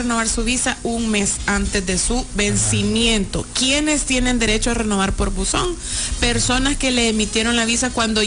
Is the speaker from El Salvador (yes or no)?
yes; El Salvador; querer que venga algún hermano centroamericano a aprovecharse de los beneficios que estamos recibiendo como salvadoreño.